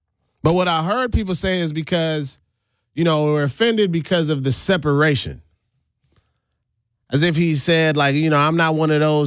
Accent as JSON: {"language": "English", "region": "New York", "country": "United States", "tie": "born there", "said": "culturally Americans may have done things was a little bit different in the household, even though I was born in New York."}